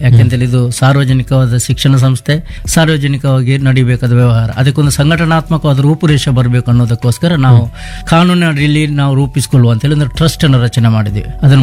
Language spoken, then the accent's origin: Kannada; Karnataka, India; now in Mangalore, India; ನಾನು ಸಹ ಒಬ್ಬ ಗ್ರಾಮೀಣ ಪ್ರದೇಶದಿಂದ, ಒಂದು ಕಾಲದಲ್ಲಿ ಕುಗ್ರಾಮ್ ಅಂತ ಗುರುತಿಸಿಕೊಂಡಂತಹ ಬೆಳ್ತಂಗಡಿ ತಾಲೂಕಿನ ಮುಗ್ಗುರು ಗ್ರಾಮದಿಂದ ಬಂದವನು. ಪ್ರಸ್ತುತ ನಾನು ಮಂಗಳೂರು ನೆಲೆಸಿದ್ರೂ ಸಹ ನನ್ನ ಪ್ರಾರಂಭದ ವಿದ್ಯಾಭ್ಯಾಸ ಮುಗ್ಗುರು ಗ್ರಾಮದಲ್ಲಿ ಪ್ರಾರಂಭ ಆಯಿತು.